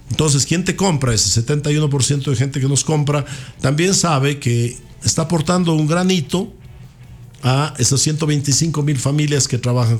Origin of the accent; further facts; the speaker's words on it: Ecuador; Yo soy profundamente ecuatoriano y vivo de tener orgullo de esto